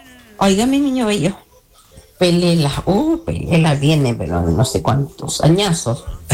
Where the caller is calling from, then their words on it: Concepción, Biobío, Chile; Aquí ya tienen los días reportando sintonía de Concepción.